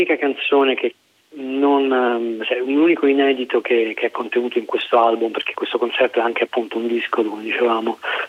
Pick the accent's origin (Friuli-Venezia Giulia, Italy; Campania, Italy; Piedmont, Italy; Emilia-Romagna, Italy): Campania, Italy; un concerto che è un omaggio alla canzone napoletana, che è quella, la canzone della mia terra